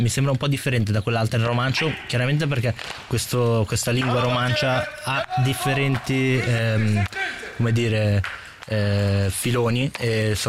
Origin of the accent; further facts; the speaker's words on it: Bellinzona, Ticino, Switzerland; La regione da dove vengo io, il Ticino, si parla italiano solamente.